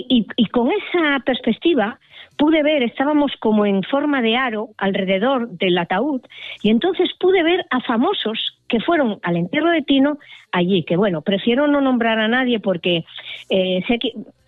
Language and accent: Spanish; Tudela Veguín, Asturias, Spain; born there; A cualquiera que nacimos en Tudela Beguín, dice, hola, estoy aquí. Es como una bienvenida a cualquiera que haya nacido allí. Y que además visitamos el pueblo en fechas señaladas.